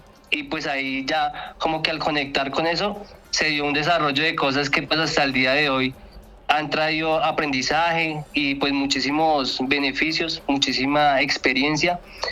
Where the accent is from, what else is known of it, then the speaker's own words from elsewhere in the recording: Bogotá, Bogotá Capital District, Colombia; yo soy pues de Bogotá, en el barrio Kennedy